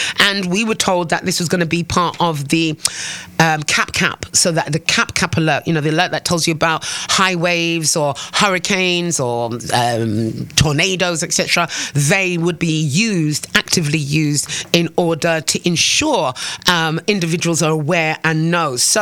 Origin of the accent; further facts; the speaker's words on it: England, United Kingdom; now in Antigua and Barbuda; Listen, I came from England. That's already a surveillance state.